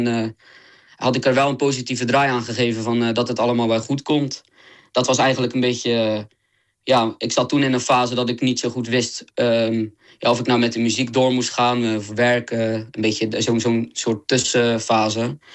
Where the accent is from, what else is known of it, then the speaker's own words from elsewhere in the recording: Middelharnis, South Holland, Netherlands; also born or lived in Dirksland; Ik kom uit Middelharnis, geboren in Dirksland. Een echte flakkeenaar ben ik.